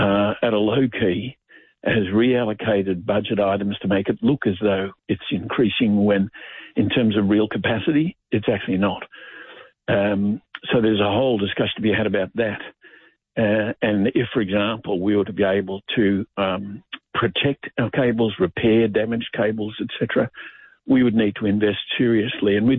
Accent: Australia; But if, as Australians, we want to get focused, you want a deeper knowledge, read the book.

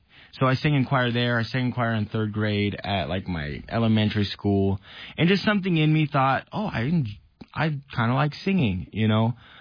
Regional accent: Las Vegas, Nevada, United States; now in Washington, United States; But I wasn't born in Washington. I was born in Las Vegas. Vegas, first 17 years, born and raised in Las Vegas.

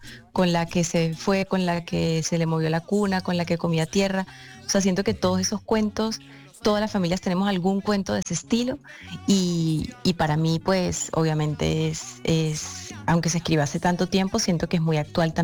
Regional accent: San Cristóbal, Táchira, Venezuela; accent: Colombian; Claro, es que yo soy de San Cristóbal, que es frontera con Colombia, con Cúcuta.

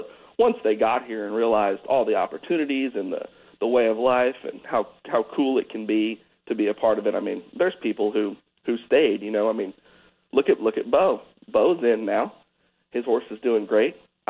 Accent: New York City, New York, United States; moved away; also born or lived in Westport, Connecticut; I was born in New York Hospital. So, I mean, part of me, I was raised there my whole life.

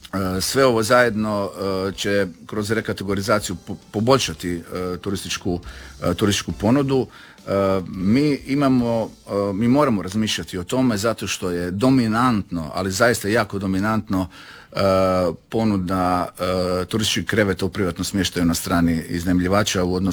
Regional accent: Croatia; ovdje kod nas u Hrvatskoj

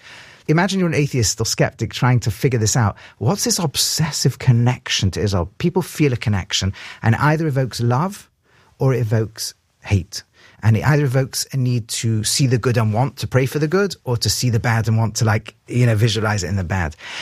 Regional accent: England, United Kingdom; I grew up in England. I studied Bible.

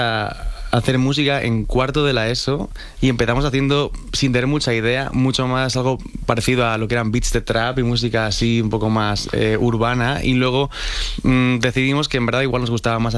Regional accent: Boadilla del Monte, Community of Madrid, Spain; Nosotros somos de Boadilla.

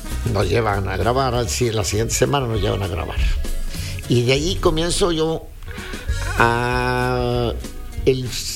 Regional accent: Tamaulipas, Mexico; now in Monterrey, Mexico; Eso pasó en mi pueblo, no Progreso. Yo soy de Veracruz y Progreso, soy un ejido, pero está pegado a Nuevo Progreso, Tamaulipas.

